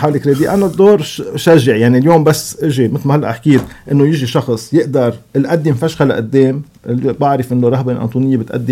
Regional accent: Lebanon; نحن كلبنانية

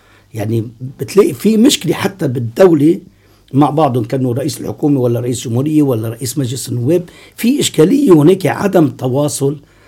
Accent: Lebanon; نحن ما بنزعل كلبنانيين

